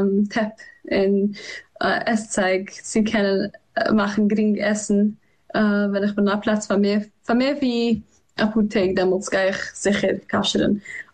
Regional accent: New York, United States; German is a second language; was ich bin aufgewachsen in New York. Es fühlt sich so groß, wie man dort, aber es ist echt so klein, wenn man geht raus in der Welt, und es fühlt sich, ich bin der Einzige, was redet Jiddisch

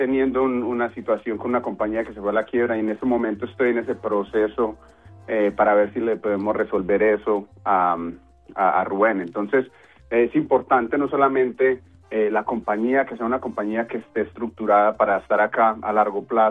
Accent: Colombia; un cafecito sin leche, así negrito, como buen colombiano.

